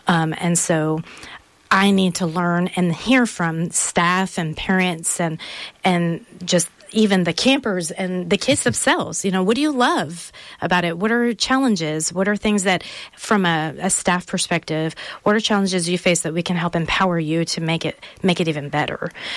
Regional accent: Pennsylvania, United States; also born or lived in New Jersey; I was born in New Jersey, raised in Pennsylvania.

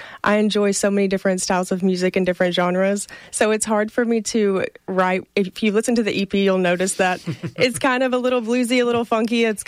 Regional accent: Portageville, Missouri, United States; moved away as an adult; now in Jonesboro, United States; Yes, I was born and raised around Portageville, Missouri. Grew up there all my life. And then shortly after I graduated, I moved to Jonesboro, Arkansas to come to A-State. My husband's from around this area, so it just made sense for me to relocate here.

